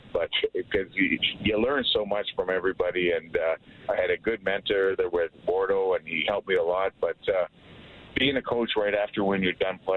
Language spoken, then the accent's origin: English; Saskatchewan, Canada; We're both from Saskatchewan.